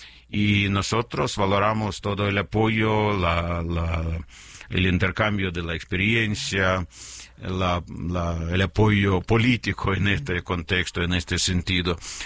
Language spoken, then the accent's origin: Spanish; Ukraine; moved away as an adult; now in Mexico